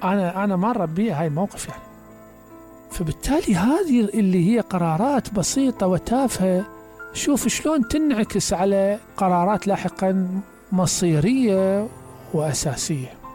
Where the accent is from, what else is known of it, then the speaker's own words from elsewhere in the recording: Basra, Basra Governorate, Iraq; بس إحنا عندنا بالبصرة ما عندنا ثقافة نظارات الإندور